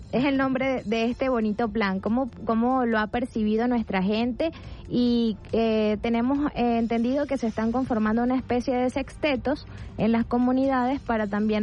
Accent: Venezuela; lo significativo que ha sido para nosotros como venezolanos y venezolanas este año

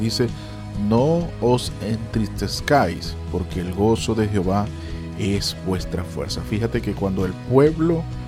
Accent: Venezuela

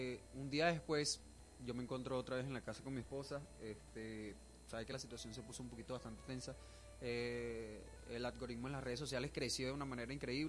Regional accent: Venezuela; estamos en esta causa que obviamente nos une como venezolanos

